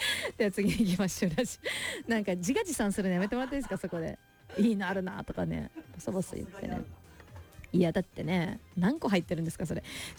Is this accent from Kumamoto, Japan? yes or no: yes; Kumamoto, Japan; もう20年ぐらい前に地元熊本の、城北高校の応援に甲子園に行った時の対戦相手が智弁和歌山